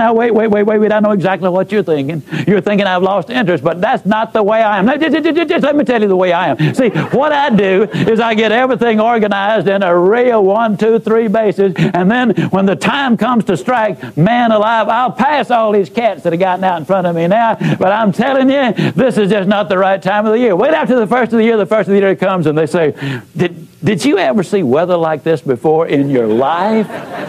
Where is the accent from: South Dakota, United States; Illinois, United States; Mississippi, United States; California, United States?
Mississippi, United States; Yazoo City; I was raised in Yazoo City, Mississippi. Now, I know a lot of people go around the country bragging about being from Yazoo City, but I really am.